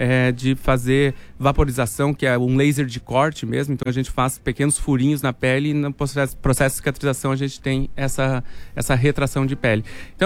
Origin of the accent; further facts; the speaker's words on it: Espumoso, Rio Grande do Sul, Brazil; Sou natural de Espumoso.